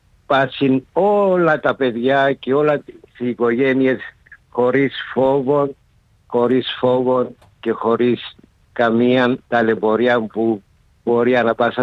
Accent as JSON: {"language": "Greek", "region": "London", "country": "United Kingdom", "tie": "born or raised there", "moved": "yes", "lives_now": "Cyprus", "said": "εγώ μεγάλωσα στο Χάιπουρι, δίπλα μου το Χάιπουρι, μέσα και έξω."}